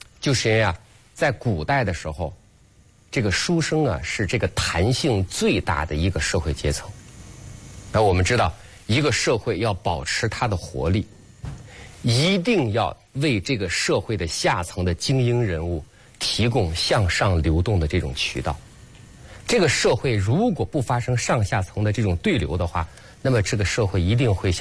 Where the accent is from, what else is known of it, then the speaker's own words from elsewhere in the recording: China; 我们中国人